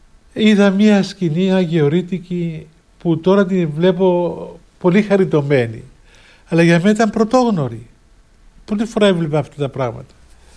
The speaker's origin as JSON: {"language": "Greek", "town": "Limassol", "region": "Limassol District", "country": "Cyprus", "said": "Είμαι από τη Λεμεσό, είμαι διάκονος."}